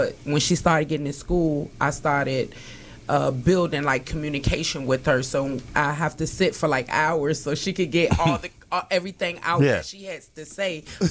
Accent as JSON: {"language": "English", "country": "United States", "tie": "born or raised there", "said": "You know, I'm from the United States."}